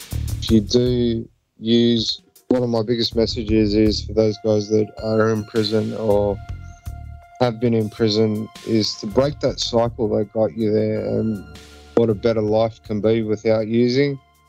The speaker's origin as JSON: {"language": "English", "region": "New South Wales", "country": "Australia", "said": "particularly because it was not in my home state of New South Wales."}